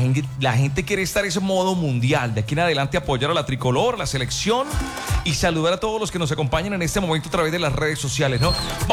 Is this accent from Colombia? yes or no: yes; Colombia; Aquí todos somos colombianos